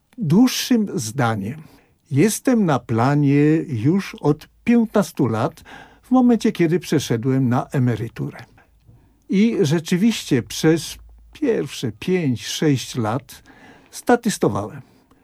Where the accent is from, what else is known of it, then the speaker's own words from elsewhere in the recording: Łódź, Łódź Voivodeship, Poland; born there; Ja urodziłem się na Piotrkowskiej 196, gdzie jest w tej chwili Akademik Wyższej Szkoły Filmowej.